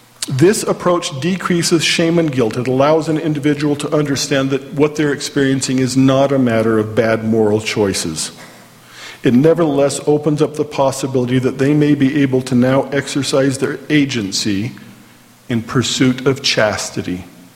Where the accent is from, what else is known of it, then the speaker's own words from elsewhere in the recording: Orem, Utah, United States; I could find the Great Salt Lake, and I grew up here in Orm, so I know it was just a little bit south of there, right about in there. That's where we live.